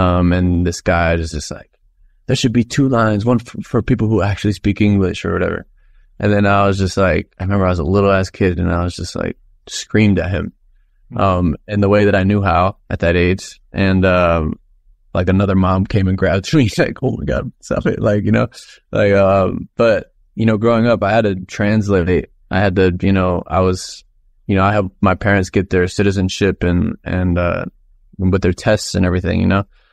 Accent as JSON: {"language": "English", "country": "United States", "tie": "born or raised there", "said": "I'm from here. I'm American. I was born in America."}